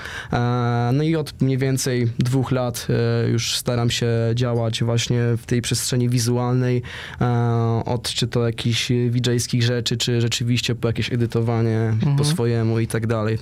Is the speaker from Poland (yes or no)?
no; United Kingdom; No przez pewien okres wychowywałem się właśnie w UK.